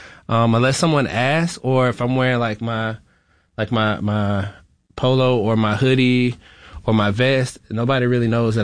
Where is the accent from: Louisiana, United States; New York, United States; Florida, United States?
Florida, United States; born or raised there